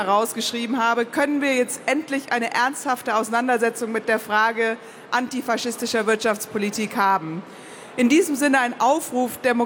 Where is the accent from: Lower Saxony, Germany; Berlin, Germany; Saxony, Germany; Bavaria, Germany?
Bavaria, Germany; Nuremberg; Ich bin in Nürnberg aufgewachsen und für mich war es eigentlich klar als Kind und als Jugendliche, dass antifaschistisch zu sein meine erste Bürgerpflicht war